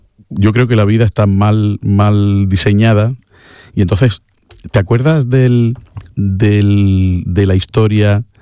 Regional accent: Málaga, Andalusia, Spain; Pero a ver, siendo malagueño ya somos un poquito figurantes en nuestra...

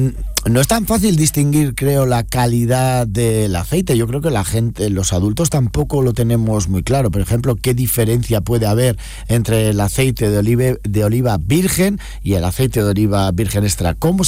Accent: Basque Country, Spain; born there; now in Granada, Spain; yo vengo del País Vasco, y quiero decir que nací allí

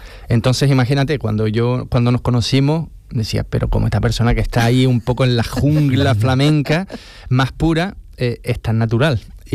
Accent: Chile; Es decir, yo como chileno y Encarna como una flamenca de cuna

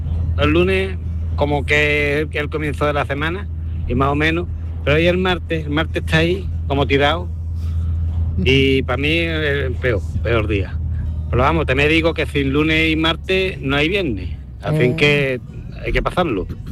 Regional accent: Utrera, Andalusia, Spain

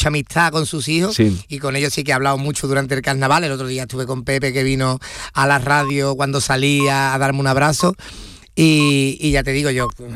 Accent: Seville, Andalusia, Spain; Pues yo es que también soy muy de Sevilla, no lo sé, la verdad que sí.

